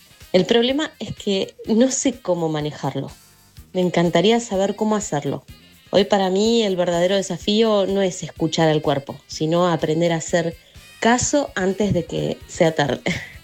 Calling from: Munro, Buenos Aires Province, Argentina

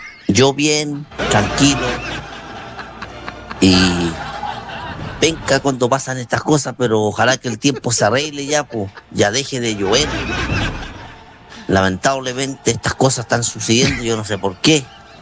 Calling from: Lautaro, Araucanía, Chile; de Lautaro

